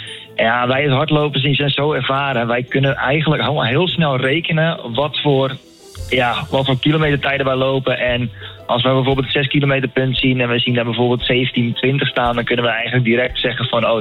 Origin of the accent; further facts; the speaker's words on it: Netherlands; wij als Nederlanders